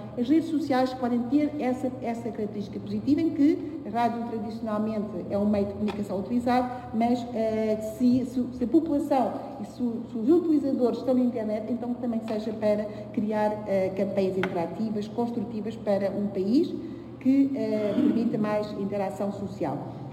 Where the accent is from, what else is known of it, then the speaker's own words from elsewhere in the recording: Angola; born there; Eu nasci em Angola e não conheço tão pouco todas as províncias